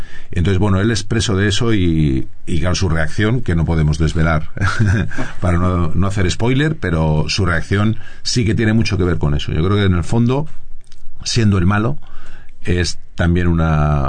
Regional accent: Madrid, Community of Madrid, Spain; yo soy madrileño y un poco del mismo barrio que Antonio.

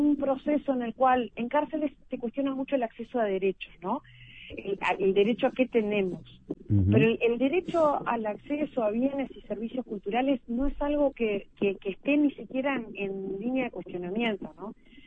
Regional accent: Uruguay; yo creo que uno como uruguayo tiene que reflexionar desde el punto de partida

